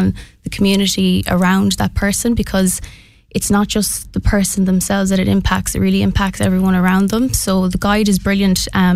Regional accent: Mayo, Connacht, Ireland; now in Galway, Ireland; I'm from Mayo

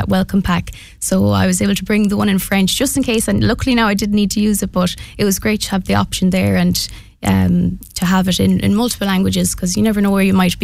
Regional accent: Connacht, Ireland; I'm from Mayo, and I myself was diagnosed with ulcerative colitis back in 2019.

